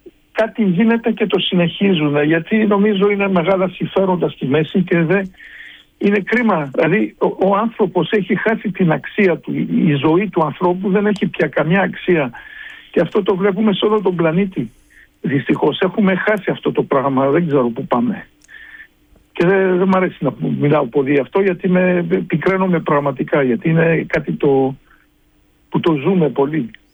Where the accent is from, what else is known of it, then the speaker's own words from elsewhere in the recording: Erisos, Ionian Islands, Greece; Εμείς είμαστε από την Έρισο, που είναι στο βόρειο μέρος